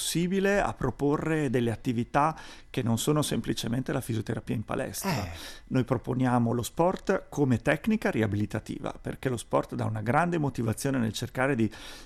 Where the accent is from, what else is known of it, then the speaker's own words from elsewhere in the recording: Bologna, Emilia-Romagna, Italy; io sono un bolognese